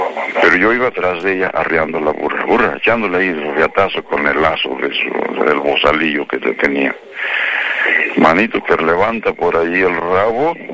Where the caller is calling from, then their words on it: Amatepec, State of Mexico, Mexico; está a unos 2000 y fracción metros sobre el nivel del mar. Estamos, aquí somos Estado de México